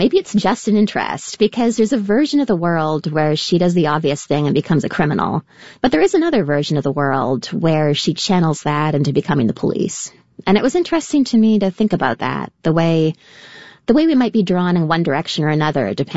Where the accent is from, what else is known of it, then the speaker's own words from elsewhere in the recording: Canada; I'm from Canada and I'm trained in contemporary dance and I don't have a high school diploma.